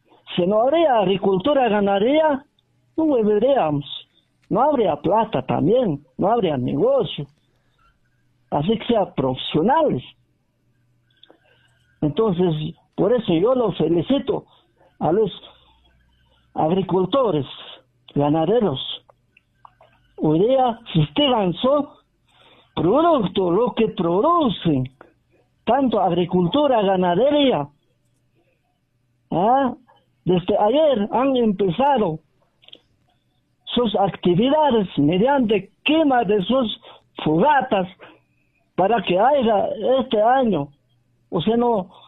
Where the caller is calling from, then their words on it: Puno, Peru; Estoy llamando desde la provincia de Mo